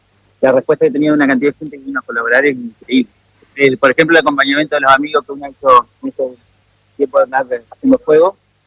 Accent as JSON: {"language": "Spanish", "town": "Viale", "region": "Entre Ríos", "country": "Argentina", "tie": "born there", "said": "yo tenía acá a 50 kilómetros, donde nací en Viale, tengo ciclo 2"}